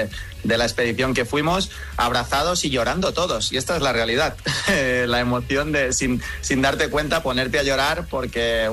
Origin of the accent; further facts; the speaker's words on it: Spain; Y el fútbol es el... como buen español es el deporte rey